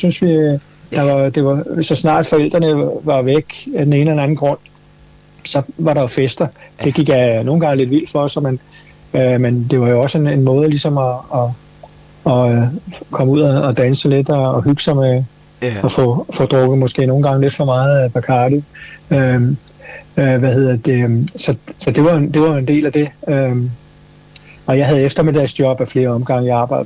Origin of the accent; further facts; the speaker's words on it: Copenhagen, Capital Region of Denmark, Denmark; jeg føler mig rigtig godt hjemme på Amager. Jeg elsker Amager.